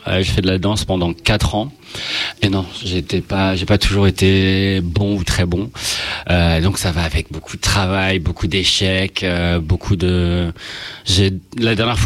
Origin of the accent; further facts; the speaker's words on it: Paris, Île-de-France, France; je suis de Paris